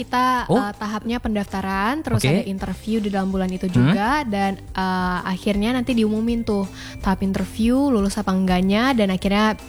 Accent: Padang, West Sumatra, Indonesia; Aku aslinya Padang. Jadi mama itu Saulunto, papa Pariaman, jadi aku Minang.

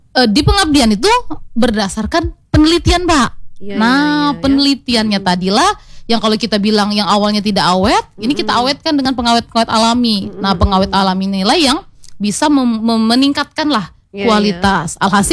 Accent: South Sumatra, Indonesia; moved away as an adult; now in Bengkulu, Indonesia; Dulu saya sebenarnya asalnya tuh bukan dari Bengkulu. Jadi asalnya dari Sumatera Selatan. Lama di enggak ngajar di Palembang, Lahat gitu kan.

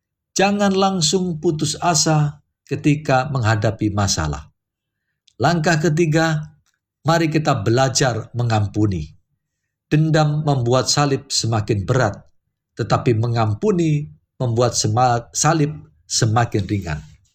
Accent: Indonesia

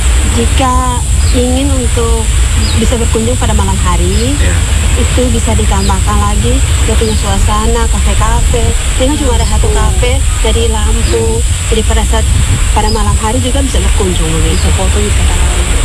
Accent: Alor, East Nusa Tenggara, Indonesia; Dari Alor, tinggalnya di Selamat Jalan.

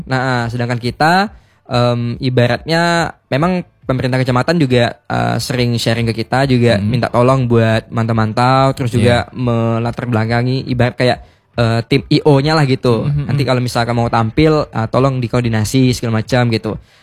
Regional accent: Siak Kecil, Siak, Riau, Indonesia; itu adalah apa ibaratnya kampung halaman saya

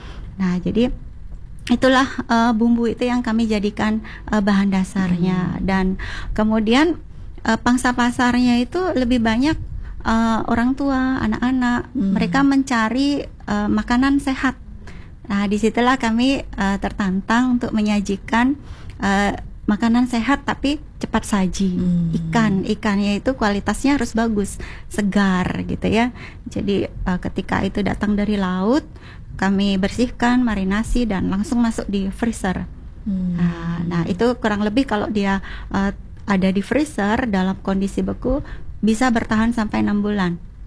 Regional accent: Denpasar, Bali, Indonesia; Tiang aslinya dari Sesetan, itu dekat dengan pantai ya.

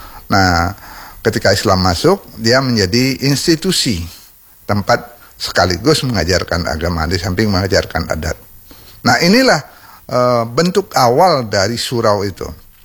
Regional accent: Bukittinggi, West Sumatra, Indonesia; Saya ingat di kampung saya itu ada surau gadang Mandiangin.

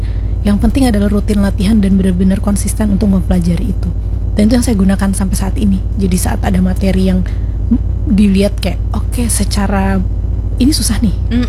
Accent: Banjarbaru, South Kalimantan, Indonesia; also born or lived in Jakarta; Awalnya saya lahir emang di Jakarta. Soalnya bapak ibu saya dari Jakarta, terus karena penempatan tugas jadi dokter tadi di Martapura dan Banjarbaru, jadi dari kecil saya di Banjarbaru sampai sekarang.

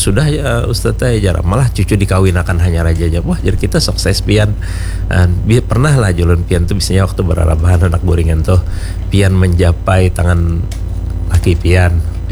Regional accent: South Kalimantan, Indonesia; Nah, tapi kita sangat menyayangkan budaya kita orang Banjar karena bisa mengekspresikan cinta.

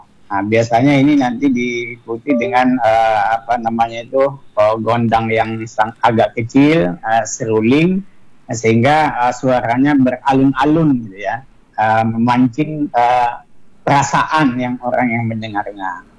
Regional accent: North Sumatra, Indonesia; Sumatera Utara, kalau di kampung saya itu kan daerah sawit. Daerah sawit itu.

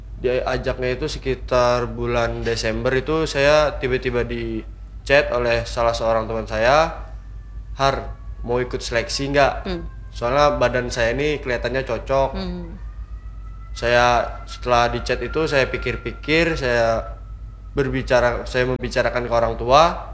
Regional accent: Banjarmasin, South Kalimantan, Indonesia; born there

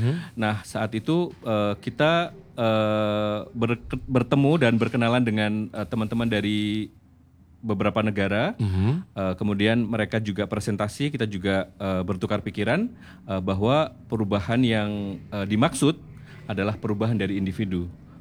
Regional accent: Jakarta, Indonesia; now in Bandung, Indonesia; Saya asalnya Jakarta dulu

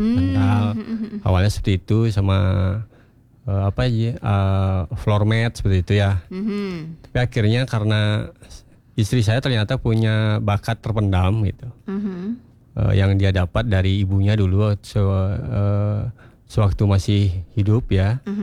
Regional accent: Petang, Bali, Indonesia; desa saya di Petang

